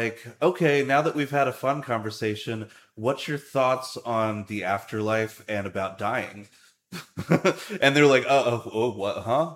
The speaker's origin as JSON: {"language": "English", "region": "East Coast", "country": "United States", "moved": "yes", "lives_now": "West Coast, United States", "said": "I'm from the East Coast, so it's a very different place too."}